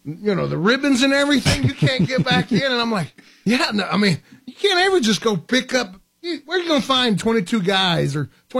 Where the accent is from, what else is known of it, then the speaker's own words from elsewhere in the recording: Edmonton, Alberta, Canada; I grew up in Edmonton.